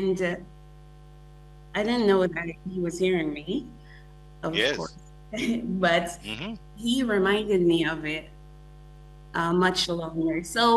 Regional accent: Kingston, Jamaica; I was born here in Kingston Jubilee Hospital, and I was born to a teenage mom

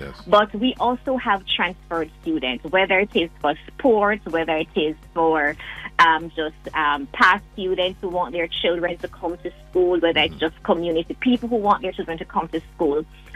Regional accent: Jamaica; I am from Moko, and I proudly say that.

